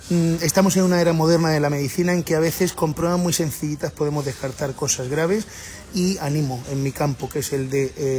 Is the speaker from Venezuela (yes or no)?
no; Spain; yo vengo de España